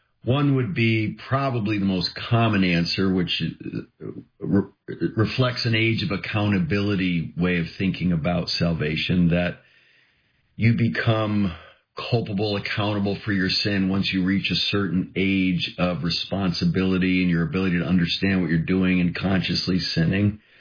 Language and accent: English; Connecticut, United States; I am originally from Connecticut, where Jesus made me his, and I still can't believe I'm forgiven every single day.